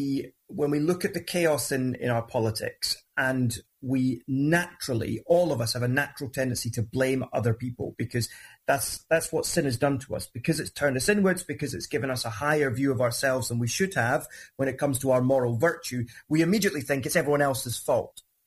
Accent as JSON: {"language": "English", "region": "Northern England", "country": "United Kingdom", "said": "I'm just a Northerner, humble Northerner here to represent the people of Makerfield"}